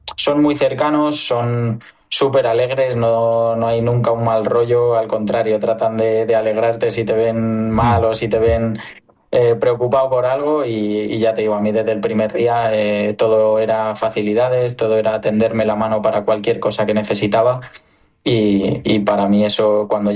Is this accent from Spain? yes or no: yes; Spain